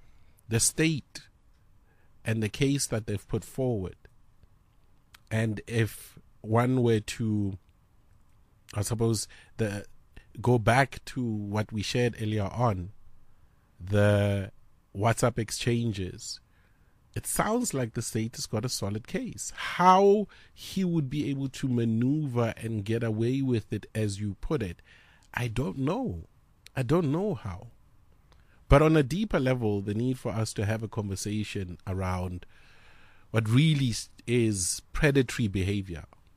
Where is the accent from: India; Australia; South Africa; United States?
South Africa; Pretoria, Gauteng; growing up in Pretoria